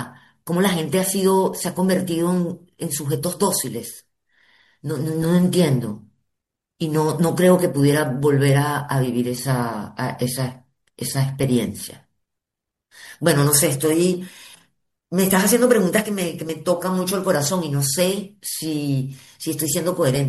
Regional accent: Venezuela; moved away as an adult; now in France; es muy duro sentir que no soy de aquí ni de allá. Ya sentí cuando fui a Venezuela

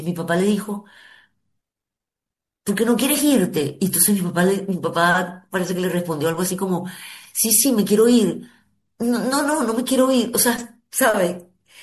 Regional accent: Venezuela; moved away as an adult; now in Marseille, France; asumiendo que soy una inmigrante y que soy sobre todo venezolana.

